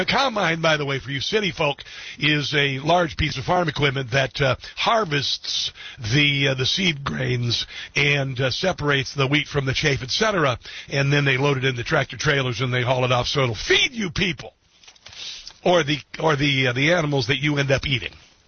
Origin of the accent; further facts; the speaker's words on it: Iowa, United States; I was remembering growing up on Iowa, and I was looking at the fields